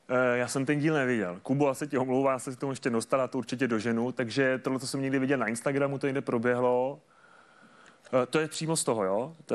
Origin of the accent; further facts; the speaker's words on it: Pardubice, Pardubice Region, Czechia; Já jsem z Pardubic, no.